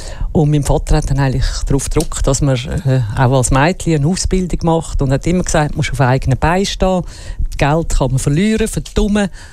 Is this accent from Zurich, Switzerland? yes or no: yes; Zurich, Switzerland; Nein, ich bin Zürcher, ich bin in Zürich aufgewachsen, in Zürich in die Schule und halt immer noch sehr stark mit Zürich verbunden.